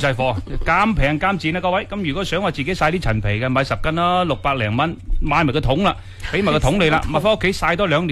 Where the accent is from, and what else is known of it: Guangdong, China